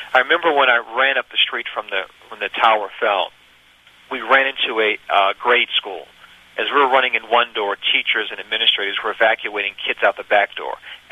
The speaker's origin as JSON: {"language": "English", "region": "the South", "country": "United States", "said": "I'm a Southerner"}